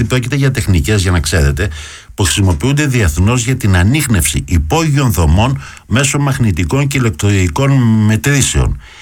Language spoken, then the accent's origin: Greek; Patras, Western Greece, Greece; επειδή έχω και μια ευαισθησία, γιατί κατάγομαι από την Αγγλικάδα, εκεί μένει και η μάνα μάλωστε και συγγενής μου